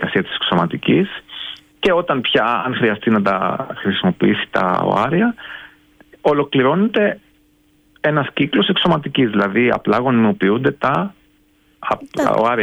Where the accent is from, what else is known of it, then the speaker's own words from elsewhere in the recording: Greece; moved away as an adult; also born or lived in London, United Kingdom; όταν τους έλεγα ότι είμαι από την Ελλάδα